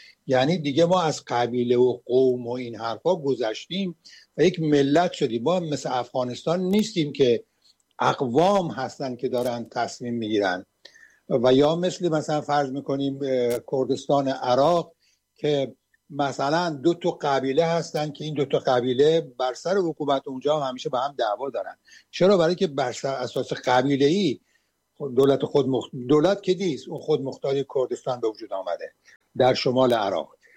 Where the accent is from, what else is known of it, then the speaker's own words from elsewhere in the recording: Iran; ما یک ملت هستیم از زمان انقلاب مشروطه ایران